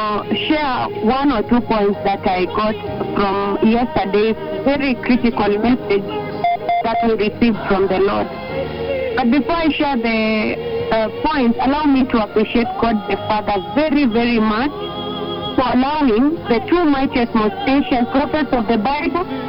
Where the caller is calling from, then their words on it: Nakuru, Nakuru County, Kenya; And I'm calling you from Salem also over here in Nakuru Town East region.